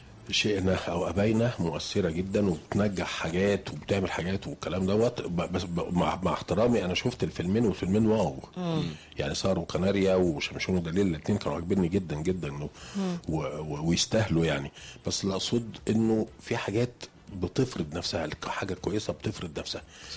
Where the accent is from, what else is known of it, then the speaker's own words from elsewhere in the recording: Egypt; في بلدي في مصر